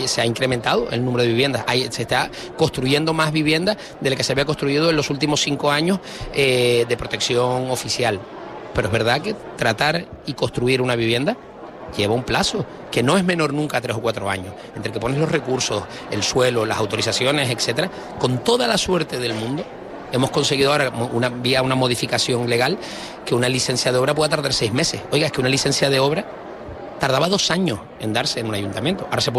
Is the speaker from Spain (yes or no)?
yes; San Andrés, Canary Islands, Spain; yo soy de San Andrés, en la isla de Tenerife